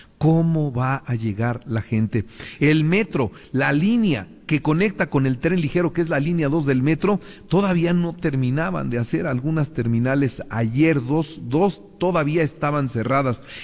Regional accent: Mexico; nosotros como mexicanos

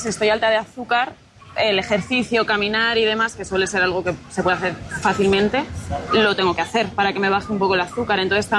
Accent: Segovia, Castile and León, Spain; Sí, yo soy de Segovia.

